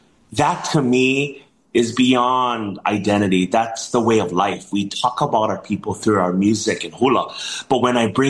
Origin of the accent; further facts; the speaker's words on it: Hilo, Hawaii, United States; also born or lived in Kona, Hawaii; now in Maui, United States; Hilo, my hometown, is drenched, rainy, moldy, right? And Hilo's the capital of hula, Mary Mauna Kula Festival.